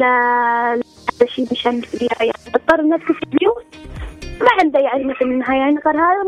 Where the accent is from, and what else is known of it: Abyan, Yemen